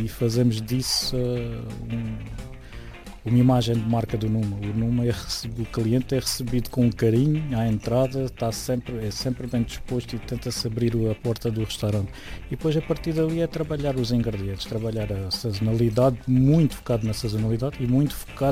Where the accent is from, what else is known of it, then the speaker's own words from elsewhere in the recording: Portimão, Algarve, Portugal; Eu sou nascido e criado em Portimão. A minha mãe de Alvor faz parte do Conselho de Portimão. O meu pai da zona da Alcantarilha, mais barrocal.